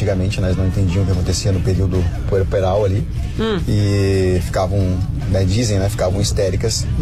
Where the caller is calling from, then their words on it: Canoas, Rio Grande do Sul, Brazil; da Ponte Aérea Porto Alegre, Canoas.